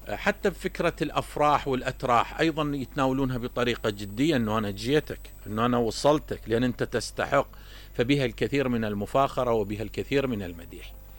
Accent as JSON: {"language": "Arabic", "country": "Iraq", "said": "إحنا كعراقيين"}